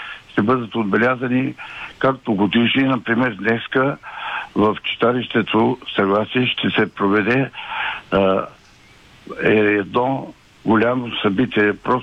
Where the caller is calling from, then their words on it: Teteven, Lovech Province, Bulgaria; от Тетвен